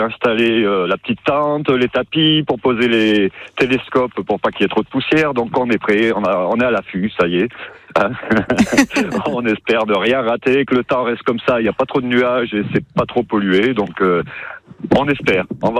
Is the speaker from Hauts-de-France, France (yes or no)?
no; Bastia, Corsica, France; Alors, on est de Bastia, mais on a un site qu'on nous accorde sur le parking de Poggio d'Oletta